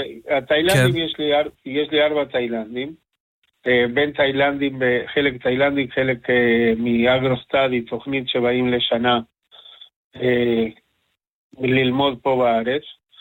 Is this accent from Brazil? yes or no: no; Argentina; accent: Spanish speaker's accent; Hebrew is a second language; now in Kibbutz Gezer, Israel; אני ארגנטינאי.